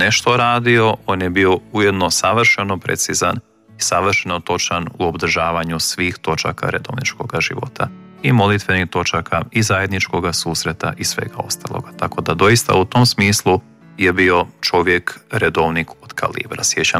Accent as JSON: {"language": "Croatian", "region": "Bosanska Posavina", "country": "Bosnia & Herzegovina", "said": "saznavši da ja dolazim iz Bosanske Posavine"}